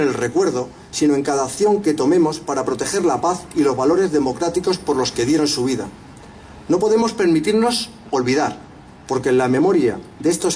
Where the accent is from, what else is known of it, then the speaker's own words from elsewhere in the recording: Community of Madrid, Spain; como alcalde de esta ciudad, como madrileño y como español.